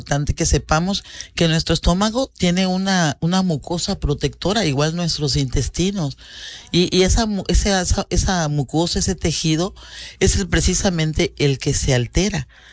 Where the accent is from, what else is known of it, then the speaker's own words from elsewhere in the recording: Mapastepec, Chiapas, Mexico; Aquí tenemos una tranquilidad en Mapastepec, por eso a mí me gusta mucho mi pueblo. Aquí tenemos patios grandes, podemos sembrar plantas, podemos tener animales, podemos recibir a las personas de nuestra casa. O sea, todavía tenemos una ciudad, pero es un pueblo.